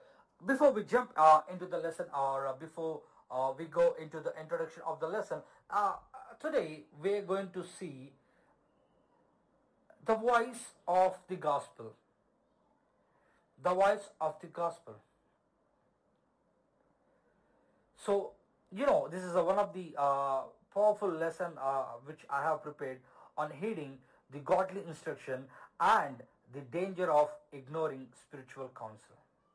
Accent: Ongole, Andhra Pradesh, India; English is a second language; moved away as an adult; also born or lived in Mysore; in 2018, I got my job and I moved away from Ongole and stayed in Bangalore, in Mysore, which is near to Bangalore, and which is, you know, like 500 kilometers away from Ongole.

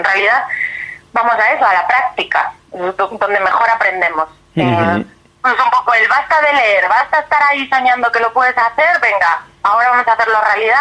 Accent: Galicia, Spain; yo soy de Galicia

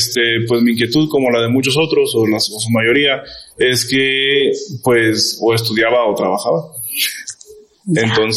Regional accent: Ciudad del Maíz, San Luis Potosí, Mexico; now in Ciudad Cuauhtémoc, Mexico; Yo soy originario de Ciudad del Maíz, San Luis Potosí. Bueno, en la comunidad de Álvaro Obregón, del municipio de Ciudad del Maíz, del estado de San Luis Potosí.

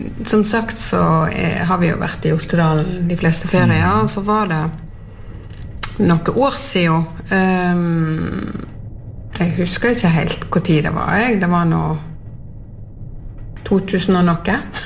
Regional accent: Sotra, Vestland, Norway; now in Østerdalen, Norway; Opprinnelig så kom jeg fra Sotra.

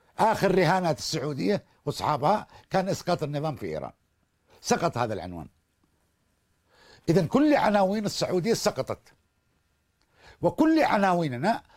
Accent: Yemen; كوننا حيثية يمنية بامتياز

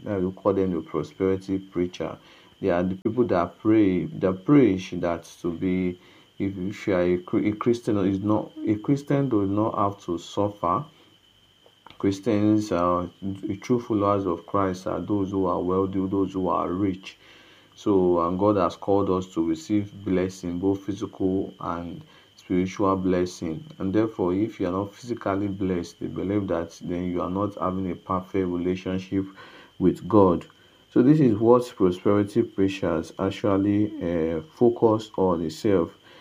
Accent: Okada, Edo, Nigeria; from Okada Town, Edo State, Nigeria

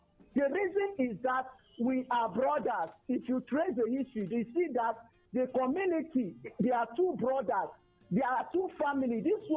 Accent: Cross River, Nigeria; I'm from Cross River.

